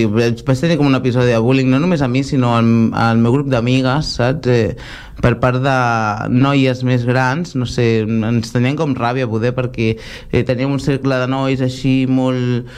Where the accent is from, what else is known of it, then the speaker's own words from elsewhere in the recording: El Masnou, Catalonia, Spain; also born or lived in Alella; Jo vivia al Masnou, al Maresme. Ah, és on he crescut, entre el Masnou i Aleia